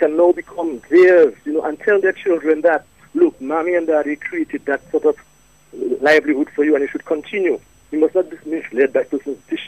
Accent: Roseau, Saint George, Dominica; I grew up in Solomon Lane, and he grew up in Princess Lane, the next lane after.

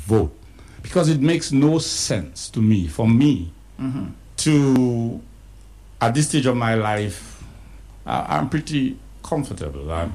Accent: Marigot, Saint Andrew, Dominica; born there; also born or lived in Portsmouth, Dominica / Roseau, Dominica; So I was born in Portsmouth. Around the age of 2 or 3, I moved to Marigot. I lived in Marigot primary school until I was around 10, mm-hmm. 11. I came to school in Roseau North. I lived in Roseau North from 11 to 21 year old.

